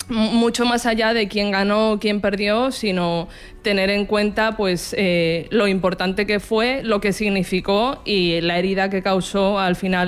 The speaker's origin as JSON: {"language": "Spanish", "town": "Madrid", "region": "Community of Madrid", "country": "Spain", "also_born_or_lived": "Valladolid", "said": "soy medio madrileña, medio vallisoletana y he estudiado arquitectura en la ETSAM, en la Escuela de Arquitectura de Madrid"}